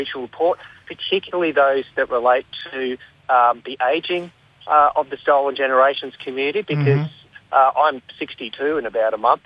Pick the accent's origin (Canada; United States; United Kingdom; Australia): Australia; Shepparton, Victoria; now in Melbourne, Australia; I'm from Shepparton, originally, but I live now in Naarm in Melbourne.